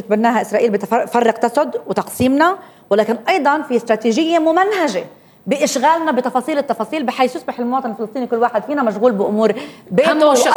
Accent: Palestine; أنا كفلسطيني

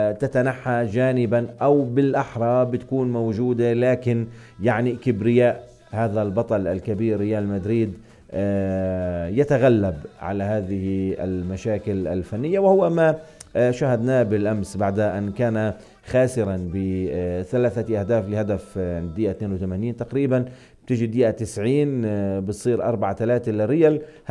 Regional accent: Palestine; عندنا في فلسطين

